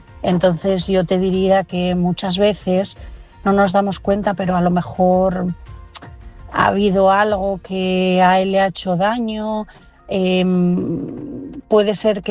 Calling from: Asturias, Spain; de Asturias y mi mensaje esta noche es para Antonio.

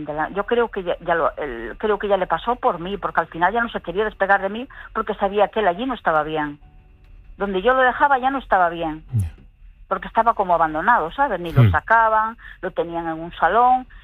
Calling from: La Lanzada, Galicia, Spain; yo soy de Galicia, de La Lanzada, no sé si conoces esta zona, que es muy bonita.

